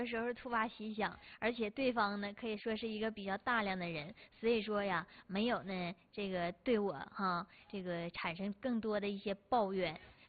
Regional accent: Daqing, Northeast China, China; 但是不是在咱大庆，是在哈尔滨。那哈尔滨的话离咱也不远呢

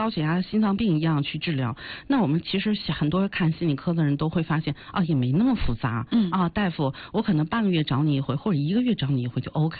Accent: China; 我们中国人

